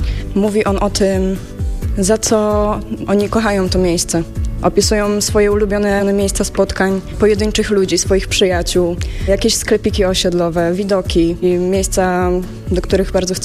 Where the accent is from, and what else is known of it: Jelenia Góra, Lower Silesian Voivodeship, Poland; born there